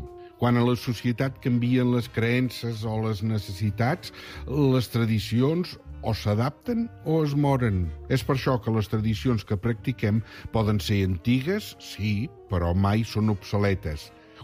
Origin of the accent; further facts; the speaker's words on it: Catalonia, Spain; va deixar bona referència de com som els catalans